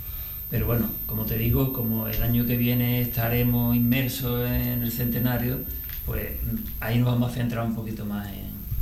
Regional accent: Cádiz, Andalusia, Spain; y como buen gaditano, pues claro, le hemos metido un aire flamenco

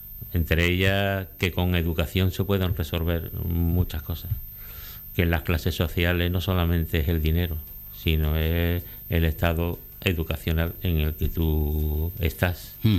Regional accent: San Fernando, Andalusia, Spain; porque yo soy de San Fernando, pero de una familia de militares y de marinos y demás

